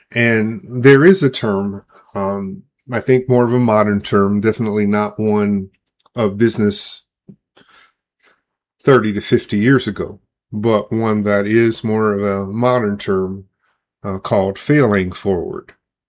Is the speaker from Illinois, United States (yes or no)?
no; Omaha, Nebraska, United States; now in Denver, United States; Omaha, Nebraska, which happens to be my hometown.